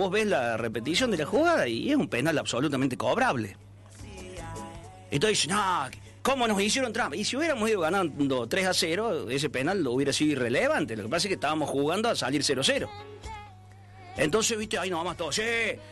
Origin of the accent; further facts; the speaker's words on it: Argentina; Siempre somos los argentinos, somos pocos llorones también.